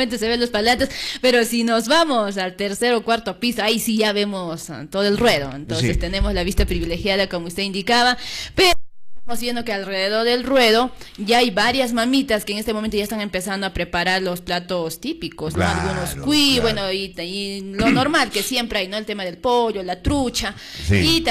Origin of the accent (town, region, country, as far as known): Peru